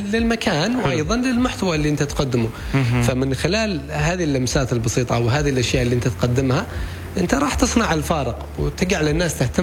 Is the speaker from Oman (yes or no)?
yes; Mirbat, Dhofar, Oman; أعتقد الأماكن اللي تحتاج شهرة مرباط فيها شواطئ خلابة، يعني أنا من أبناء البلد